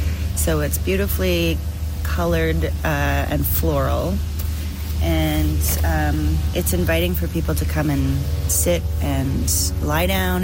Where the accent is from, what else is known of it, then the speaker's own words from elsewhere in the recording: Winnipeg, Manitoba, Canada; I'm from Manitoba, Winnipeg.